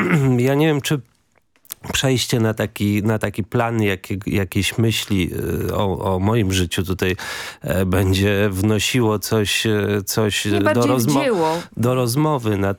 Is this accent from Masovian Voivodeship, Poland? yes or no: yes; Warsaw, Masovian Voivodeship, Poland; co sam jako warszawiak robię co rano